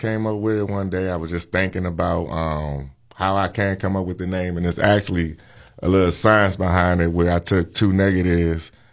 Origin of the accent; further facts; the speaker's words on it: Washington, District of Columbia, United States; I'm from D.C.